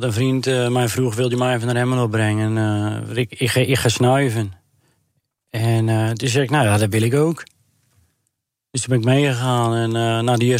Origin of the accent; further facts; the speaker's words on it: Urk, Flevoland, Netherlands; Ja, ik ben opgegroeid op Urk natuurlijk. We zijn Urkers en op Urk iedereen ademt vis.